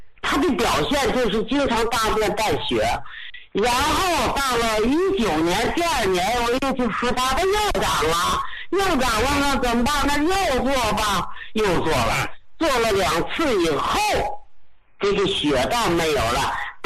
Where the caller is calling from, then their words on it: Beijing, China; 我是北京的